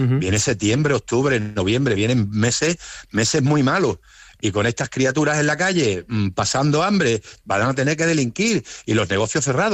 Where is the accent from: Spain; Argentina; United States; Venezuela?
Spain; Porque somos españoles, pero somos españoles de una calidad de primera. Ya quisieran muchos de las peninsulares ser de la calidad de españoles que somos nosotros, porque nosotros vamos a luchar por nuestra tierra.